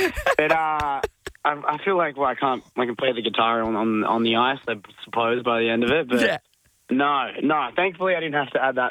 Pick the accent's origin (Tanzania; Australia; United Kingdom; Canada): Australia; accent: Australian; like for the chemistry read in my normal accent, probably just getting up to no good. And they're like, do you want to just do it in Australian while you're at it?